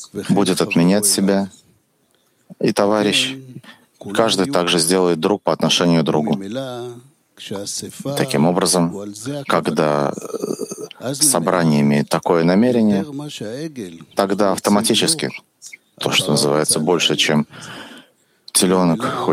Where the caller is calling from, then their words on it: Petah Tikva, Central District, Israel; Мы 17-я десятка из Петахтыка.